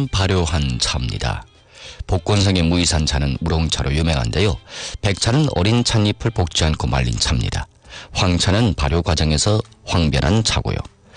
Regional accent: Yanbian, Jilin, China; 사실 우린 연변 지역에 살다 보니까

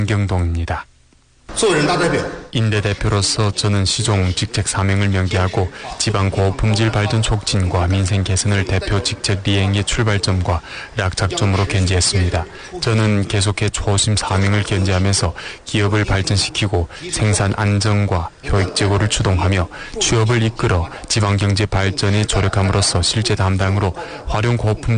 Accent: Helong, Jilin, China; 저는 화룡 사람입니다. 대학을 졸업하고 나서 큰 도시로 가지 않고 화룡에 돌아와 윤동 모급연회사에 입사해 마음 편히 출근했습니다.

